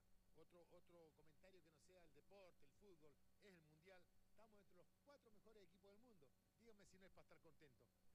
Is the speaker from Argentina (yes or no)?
yes; Argentina; Hoy más que nunca somos todos argentinos.